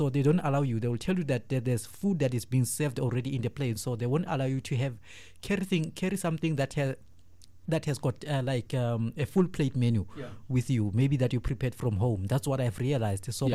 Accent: South Africa; my home country, South Africa.

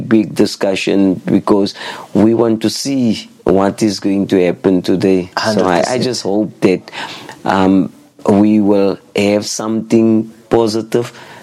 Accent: South Africa; I'm South African

